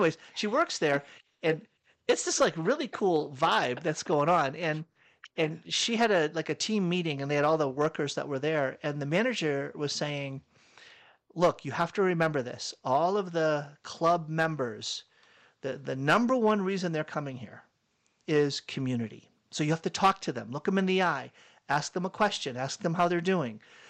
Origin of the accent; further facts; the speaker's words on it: Boston, Massachusetts, United States; Growing up in Boston, the humidity was horrific.